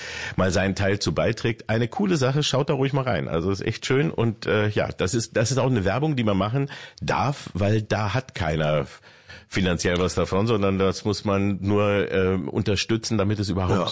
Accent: Peine, Lower Saxony, Germany; ich bin im Peine aufgewachsen, also ich hatte das Gefühl, da gab es keine

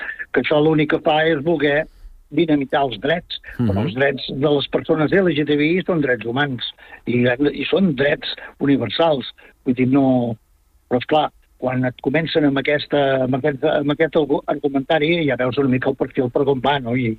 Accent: Vic, Catalonia, Spain; jo soc de Vic.

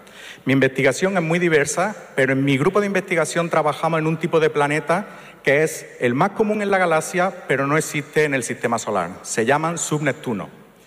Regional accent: Priego de Córdoba, Andalusia, Spain; now in Granada, Spain; en mi pueblo, Priego de Córdoba

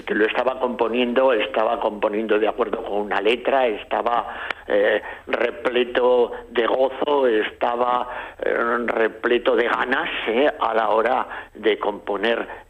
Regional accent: Fitero, Navarre, Spain; en mi pueblo, en el balneario de Fitero

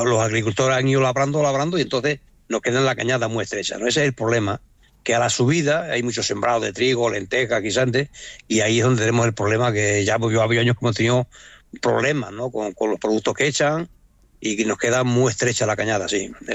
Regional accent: Extremadura, Spain; Yo soy de Extremadura, ¿no? En mi casa, en Extremadura y en la finca, pues allí organizo las parideras

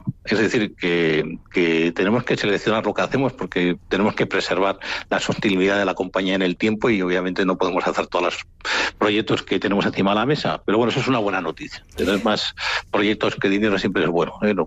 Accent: Bilbao, Basque Country, Spain; como soy de Bilbao

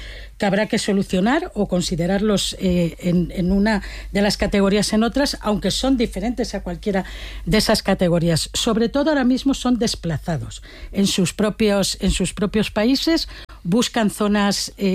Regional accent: Valencian Community, Spain

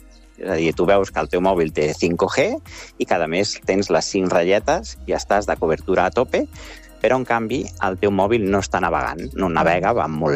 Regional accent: Galicia, Spain; jo sóc de Galícia, ara mateix estic al poble

